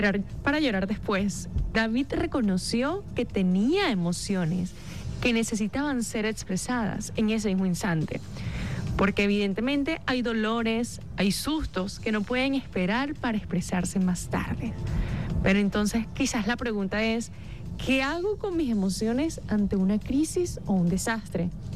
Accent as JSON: {"language": "Spanish", "country": "Venezuela", "said": "yo como venezolano"}